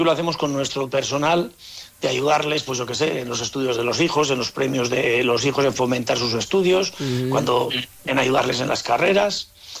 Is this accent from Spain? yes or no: yes; La Rioja, Spain; Somos riojanos, siempre lo llevamos en todos los lados